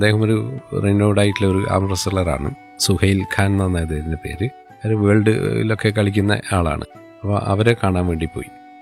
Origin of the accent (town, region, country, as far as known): Taliparamba, Kerala, India; born or raised there